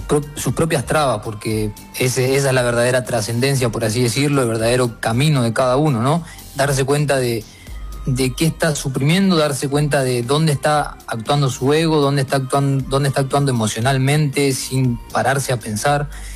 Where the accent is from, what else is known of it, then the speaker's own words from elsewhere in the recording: Argentina; yo no me puedo estar peleando con una persona que es de Ecuador porque yo soy de Argentina.